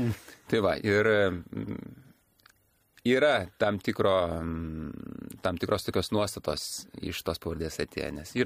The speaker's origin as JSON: {"language": "Lithuanian", "town": "Aglonėnai", "region": "Klaipėda County", "country": "Lithuania", "tie": "born or raised there", "said": "ir aš augau Aglonėnuose. Aglonėnai, Klaipėdos rajonas, dabar priklauso ir tada priklausė Mažosios Lietuvos regionui"}